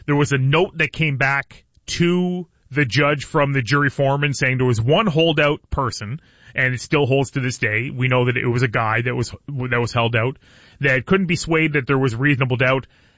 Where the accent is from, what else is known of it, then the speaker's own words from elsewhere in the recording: Belle River, Ontario, Canada; moved away as an adult; also born or lived in Puce, Ontario; now in Windsor, Canada; Now, I've only been home for, what are we going on, 6 years now, back here in Windsor, Essex. Of course, I grew up in Puce and Bell River, and then moved away, and, you know, the classic radio journey, you go west, young man, and I did for a decade, then came back.